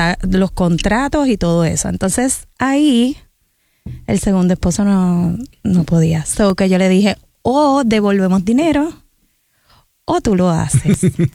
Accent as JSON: {"language": "Spanish", "town": "Corozal", "country": "Puerto Rico", "said": "Soy maestra de teatro en la Escuela Superior Emilio R. Delgado del pueblo de Corozal, que es mi pueblito."}